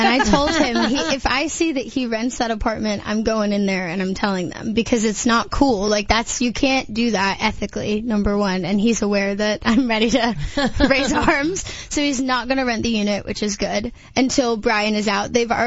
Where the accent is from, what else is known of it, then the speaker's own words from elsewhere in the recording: New York, United States; accent: New York; the thickest New York accent I could to see if he would, like, trust me better. I don't know. I'm from New York.